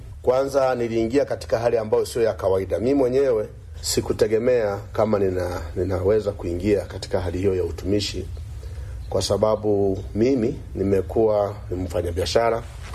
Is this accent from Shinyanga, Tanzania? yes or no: no; Tarime, Mara, Tanzania; born there; also born or lived in Serengeti / Nyasura; Nimezaliwa Serengeti miaka hii kadhaa iliyopita, na baada ya pale naishi sehemu inaitwa Mtomara, sehemu inaitwa Nyasura, kijiji cha Nyasura. Miaka ya 85 tukahama pale, tukahamia Tarime mjini, na tukao tumewekeza makazi pale Tarime mjini.